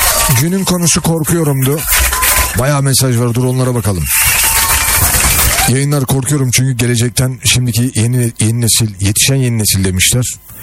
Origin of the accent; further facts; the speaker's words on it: Istanbul, Turkey; born there; moved away as an adult; Ama biz İstanbul'da doğduk.